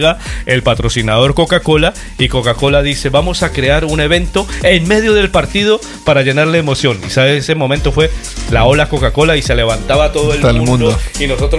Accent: Colombia; Yo como colombiano, pues en 1962 no había nacido, lógicamente

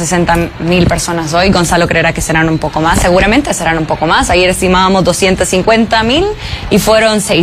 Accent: Madrid, Community of Madrid, Spain; Así somos los madrileños.

